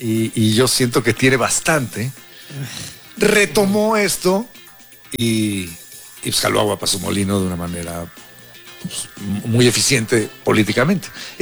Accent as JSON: {"language": "Spanish", "country": "Mexico", "said": "Creo que estamos muy bien representados como mexicanos con Claudia Sheinbaum."}